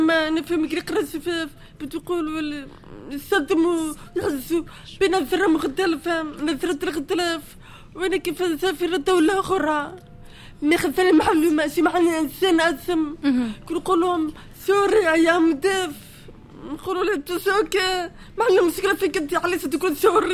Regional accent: Tunisia; moved away as an adult; أنا عشت حياتي كاملة في تونس

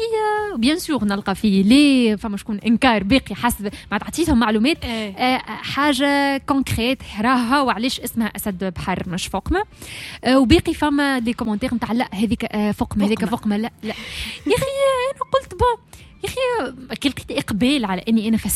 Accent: Tunisia; عندنا في تونس

